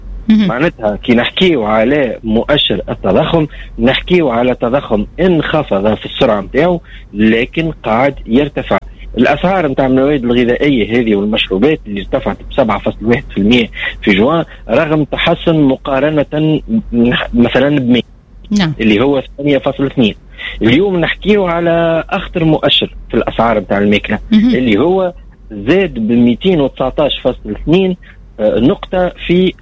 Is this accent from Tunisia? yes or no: yes; Tunisia; اليوم مش معقول أنه أكبر فلاح عندنا في تونس اللي هي الدولة واللي هي عندها أكثر أراضي،